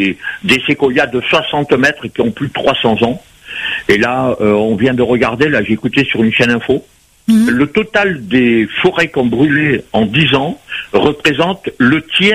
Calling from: Île-de-France, France; je vous appelle de Métropole

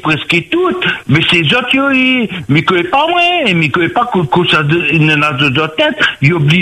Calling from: Saint-André, Réunion; Moi, on a plus 20 ans, mon Olivier. Mais j'habite à Saint-André.

